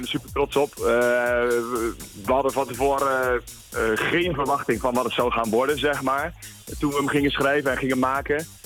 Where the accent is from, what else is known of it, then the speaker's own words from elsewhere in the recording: Gelderland, Netherlands; ik ben 25 jaar en ik kom uit Greffenkamp, een buurtschap naast Didam, in de Achterhoek.